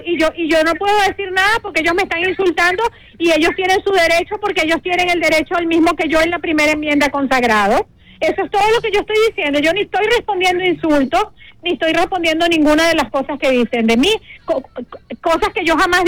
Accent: United States; Y este país es nuestro, porque yo también soy estadounidense.

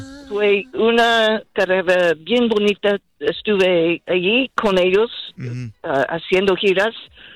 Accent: Washington, United States; Spanish is a second language; also born or lived in Michigan, United States / Monterrey, Mexico; Bueno, soy de Washington, el estado de Washington.

